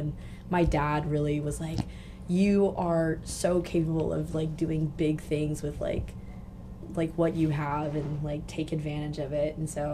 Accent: Long Beach, California, United States; I grew up in Long Beach

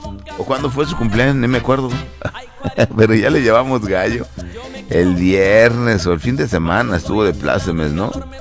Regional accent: Santa Lucía, Jalisco, Mexico; now in Washington, United States; a mi pueblito Santa Lucía y al pueblo de Tlajomulco, aquí presente desde Washington

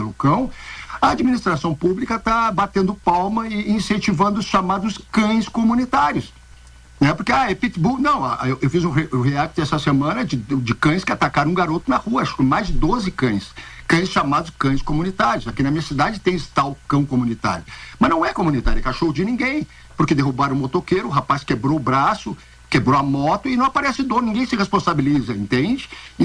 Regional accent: Porto Alegre, Rio Grande do Sul, Brazil; Eu sou de Porto Alegre

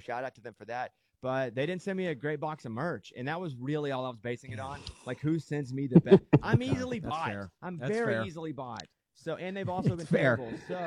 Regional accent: Arkansas, United States; So growing up in Arkansas, everyone's a Dallas Cowboys fan, a bit because of the region

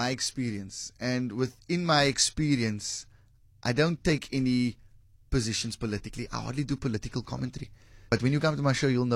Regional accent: Cape Town, Western Cape, South Africa; born or raised there

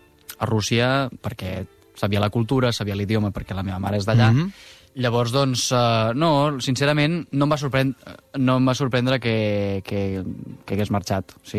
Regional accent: Montblanc, Catalonia, Spain; al lloc on estava més còmode, que en el meu cas doncs, era Montblanc, no? El meu poble de la meva vida, es pot dir.

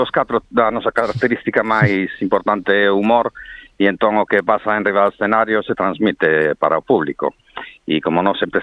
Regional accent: Vigo, Galicia, Spain; A ver, sojamos en casa, inda que a mitad de … somos de Vigo, pero a gente de Santiago siempre nos acoge muy bien.

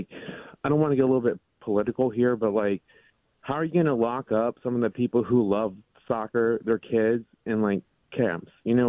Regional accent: Mexico; now in Fredericksburg, United States; I'm from Mexico.

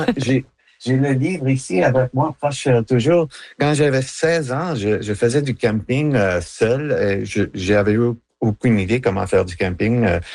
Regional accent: Quebec, Canada; first language English; French is a second language; J'écris en anglais, certainement, parce que c'est ma langue maternelle, même si je suis québécois dans mon esprit.

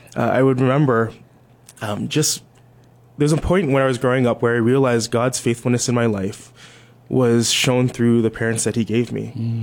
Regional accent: Ewa Beach, Hawaii, United States; Well, I think for a lot of us in the who grew up plantation family, it was all about family.

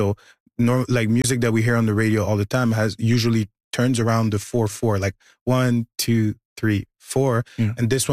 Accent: Mali; also born or lived in Toronto; now in Montreal, Canada; I'm from Mali.

